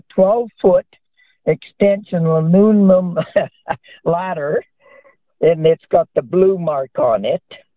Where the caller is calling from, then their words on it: Stonewall, Manitoba, Canada; From Stonewall, Manitoba.